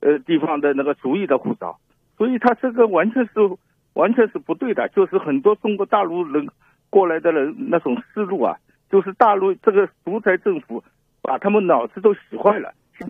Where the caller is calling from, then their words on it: Canada; 我们都是加拿大人